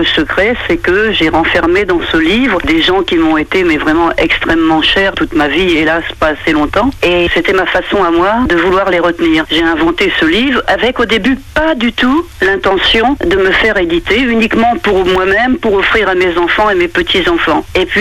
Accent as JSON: {"language": "French", "town": "Pont-d'Ouilly", "region": "Normandy", "country": "France", "tie": "born there", "said": "Je suis née à Pondouilly, donc en plein milieu de la Suisse normande."}